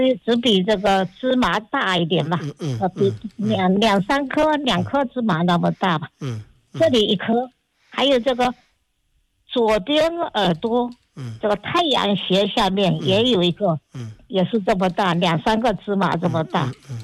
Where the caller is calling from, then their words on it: Fuzhou, Fujian, China; 我是福建省福州市。